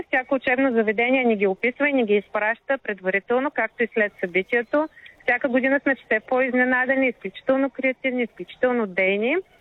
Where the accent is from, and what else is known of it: Plovdiv, Plovdiv Province, Bulgaria